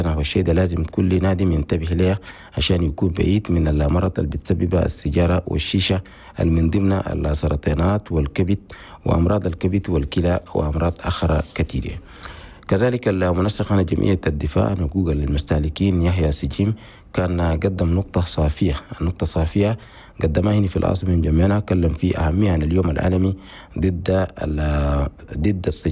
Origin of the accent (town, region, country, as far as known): Chad